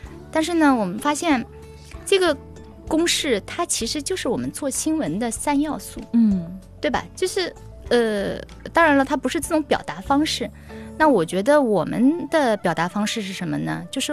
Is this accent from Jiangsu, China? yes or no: yes; Nanjing, Jiangsu, China; born there; 我们生在南京就会觉得很自豪